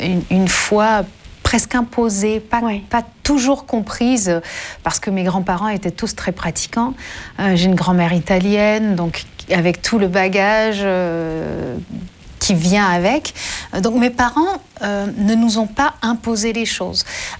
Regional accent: New Brunswick, Canada; Je suis née au Canada, mais pas au Québec, contrairement à ce que beaucoup croient. Je suis du Nouveau-Brunswick. C'est ce qu'on appelle l'Acadie

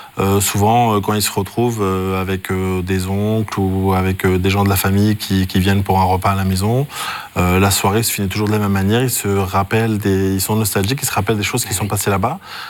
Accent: France; Après moi qui ai grandi et qui suis né et grandi en France

